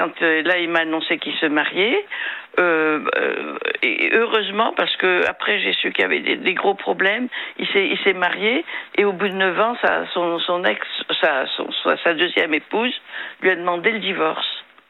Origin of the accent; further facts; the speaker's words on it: Madagascar; moved away as an adult; now in Bouvines, France; je suis pas malgache. Enfin, je suis née à Madagascar. Mmh. Hein, je vais vous dire, je suis née à Madagascar, mais de parents mauriciens.